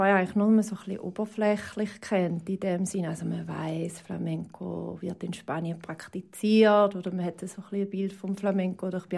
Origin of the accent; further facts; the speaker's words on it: Schaffhausen, Switzerland; Ich komme aus Schaffhausen.